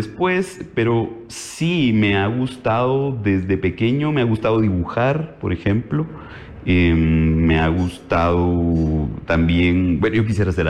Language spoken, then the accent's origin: Spanish; Guatemala; considero que en Guatemala somos los que mejor construimos.